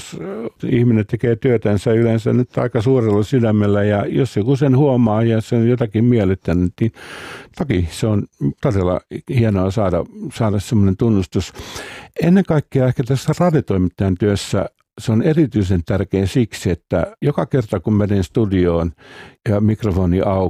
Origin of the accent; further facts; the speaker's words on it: Salo, Southwest Finland, Finland; meillä on Sävel on vapaa -ohjelma, jota mä kuuntelin jo pikkupoikana Salossa.